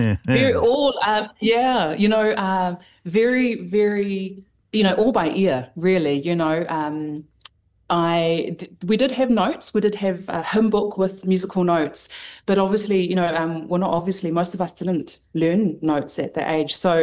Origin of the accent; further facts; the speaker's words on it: Palmerston North, Manawatū-Whanganui, New Zealand; I grew up in Palm's North End. I attended the Christian Church of Samoa, was basically born into it.